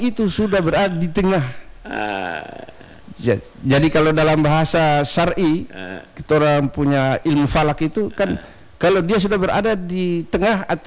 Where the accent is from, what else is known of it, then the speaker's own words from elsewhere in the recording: Ternate, North Maluku, Indonesia; kita orang Ternate sebenarnya kaya sekali dengan orang punya budaya ini.